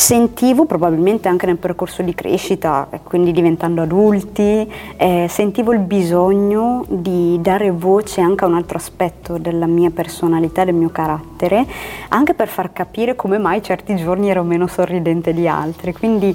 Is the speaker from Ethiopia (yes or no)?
yes; Ethiopia; tornare in Etiopia è stato bello perché comunque ho ritrovato la mia terra